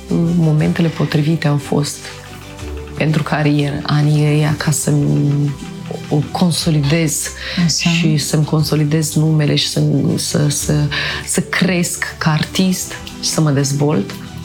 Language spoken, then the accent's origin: Romanian; Moldova; am fost născută în Republica Moldova și am fost crescută acolo